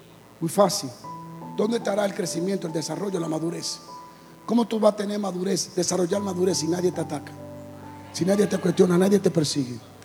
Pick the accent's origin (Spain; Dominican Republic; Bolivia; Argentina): Dominican Republic; Yo soy dominicano.